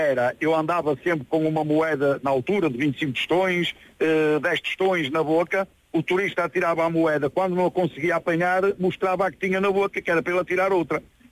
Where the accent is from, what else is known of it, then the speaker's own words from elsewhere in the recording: Porto, Norte, Portugal; also born or lived in Vila Nova de Gaia; now in Valadares, Portugal; Não, eu nasci no Porto, em Miragaia, depois fui criado na Ribeira Porto, na Ribeira Gaia, onde tem as cabos de vinho do Porto, e depois casei e pronto, estou a morar em Valadares há 32 anos.